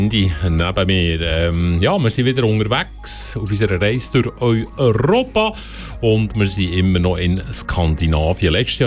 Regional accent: Switzerland; You are from Sweden oder Switzerland, also eigentlich immer umgekehrt. Die Leute haben immer das Gefühl, wir kommen aus Schweden, wo das sehr ähnlich tönt.

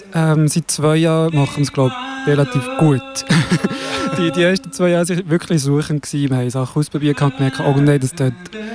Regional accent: Fribourg, Switzerland; Genau, also ursprünglich bin ich aus Fribourg, sie ist ursprünglich aus dem Wattland.

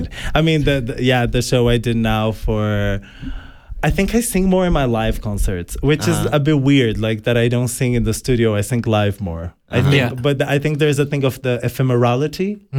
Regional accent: Jundiaí, São Paulo, Brazil; we did House of Martini in my hometown in Brazil, in Jundiaí.

